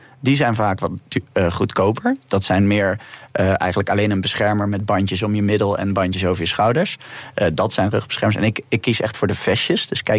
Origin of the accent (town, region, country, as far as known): Netherlands